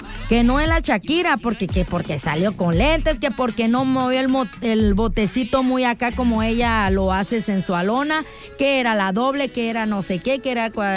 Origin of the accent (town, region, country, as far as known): Mexico